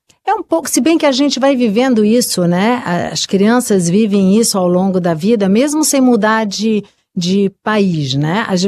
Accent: Montevideo, Uruguay; Portuguese is a second language; now in Maceió, Brazil; Então, depois eu vim para o Brasil e no Brasil foi uma mudança, assim, muito radical, porque eu saí de Montevidéu para Maceió, uma cultura muito diferente, muito rica e que eu me apaixonei.

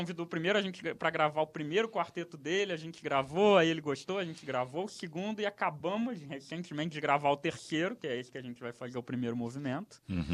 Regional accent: Brazil; E, claro, a gente, como brasileiro, a gente tem uma missão de promover a música brasileira, divulgar dentro do país e fora

